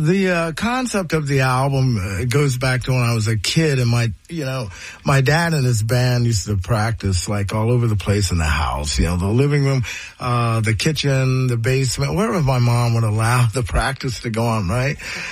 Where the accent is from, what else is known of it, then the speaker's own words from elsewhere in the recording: Ohio, United States; And I go, yeah, man, I'm from Ohio.